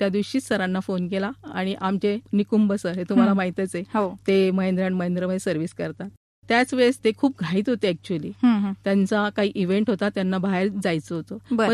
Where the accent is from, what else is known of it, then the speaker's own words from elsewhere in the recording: Nashik, Maharashtra, India; moved away as an adult; now in Palghar, India; माझं नाशिक इथं शिक्षण झालंय. मी मूळची नाशिकचीच, पण मी लग्न करून तारापूरला गेली.